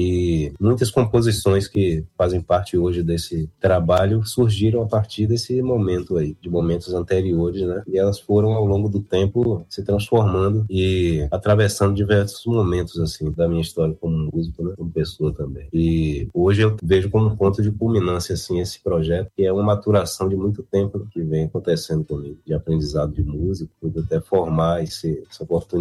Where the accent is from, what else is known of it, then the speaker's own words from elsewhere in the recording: Salvador, Bahia, Brazil; born there; moved away; Eu nasci aqui em Salvador, sou músico baiano